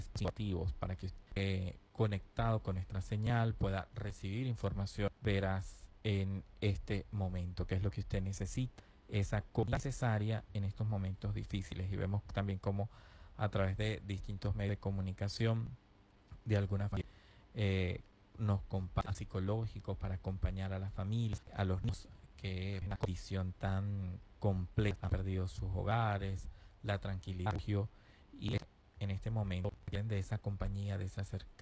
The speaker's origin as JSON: {"language": "Spanish", "country": "Venezuela", "said": "esta situación que estamos padeciendo como venezolanos y venezolanas"}